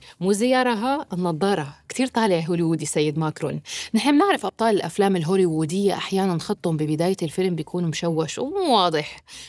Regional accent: Syria; نحن كسوريين

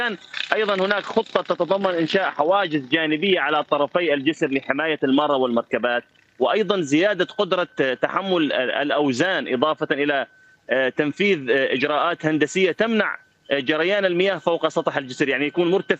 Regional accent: Deir ez-Zor Governorate, Syria; عندنا في دير الزور عبد المنعم 11 جسرا تربط ضفتي نهر الفرات ببعضها

